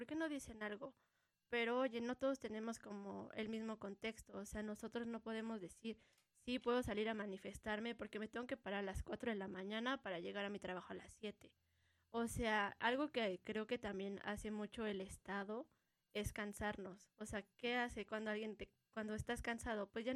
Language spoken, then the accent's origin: Spanish; Ecatepec, State of Mexico, Mexico; pues sí, también soy de Ecatepec y eso está como muy chido.